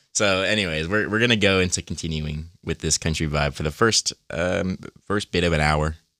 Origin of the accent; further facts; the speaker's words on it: Texas, United States; because we're both from Texas, me and my brother.